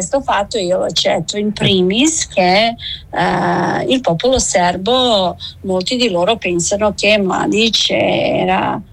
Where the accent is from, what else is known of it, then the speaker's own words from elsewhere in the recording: Serbia; Italian is a second language; moved away; che sono serba